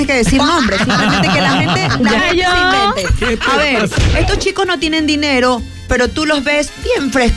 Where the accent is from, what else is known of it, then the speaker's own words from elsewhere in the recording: Ecuador; Así somos los ecuatorianos.